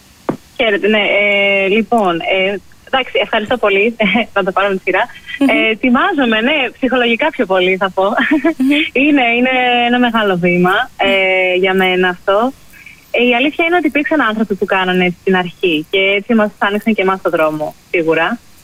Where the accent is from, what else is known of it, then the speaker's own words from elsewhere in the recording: Thessaloniki, Central Macedonia, Greece; Εγώ γεννήθηκα μεγάλο στη Θεσσαλονίκη, mm-hmm. αλλά οι ρίζες μου από τον πατέρα μου είναι από τη Χαλκιδική, από την Γαλάκτα Χαλκιδικής. Mm-hmm. Και από τη μητέρα μου είμαι από την Ανατολική Θράκη, από εκεί κάτι χωριά. Mm-hmm. Οι παππούδες ήρθανε μπροστά εδώ.